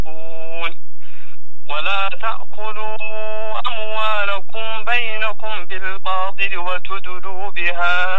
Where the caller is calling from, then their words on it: Sanaa, Amanat Al Asimah, Yemen; من صنعاء. من صنعاء.